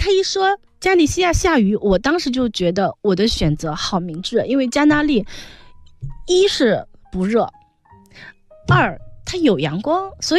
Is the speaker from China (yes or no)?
yes; China; 但是对于我们中国人来讲，我们大老远的飞过去